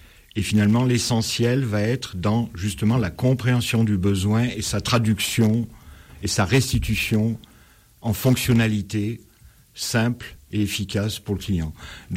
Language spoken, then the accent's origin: French; Valence, Auvergne-Rhône-Alpes, France; born there; Mais bon, les hasards de la vie ont fait que je suis revenu dans ma ville natale et à partir du moment où j'ai créé mon entreprise, bon, j'étais un petit peu sédentarisé, on va dire.